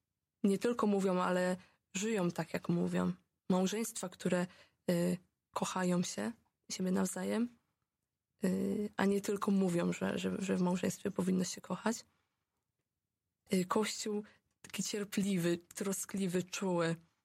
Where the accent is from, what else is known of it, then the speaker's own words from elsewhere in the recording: Andrespol, Łódź Voivodeship, Poland; Ja pochodzę spod Łodzi tak naprawdę, z Andrespola